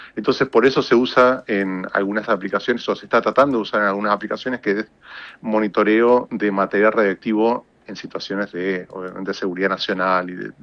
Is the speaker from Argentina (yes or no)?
yes; San Rafael, Mendoza, Argentina; born there; moved away; also born or lived in General Alvear, Mendoza / Real del Padre, Mendoza; Así que después nos mudamos a San Rafael y bueno, ahí fui a la universidad y la mayor parte de mi vida en Argentina, en Mendoza, la pasé en San Rafael, pero nací en Alvear.